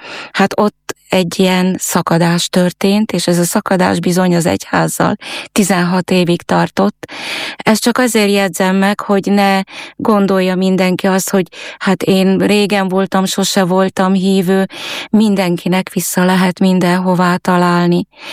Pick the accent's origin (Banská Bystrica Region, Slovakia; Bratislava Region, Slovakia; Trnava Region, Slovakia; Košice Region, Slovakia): Banská Bystrica Region, Slovakia; Fiľakovo; moved away as an adult; also born or lived in Nitra; now in Komárno, Slovakia; nem vagyok tőzsgyökeres komáromi. Füleki származású vagyok.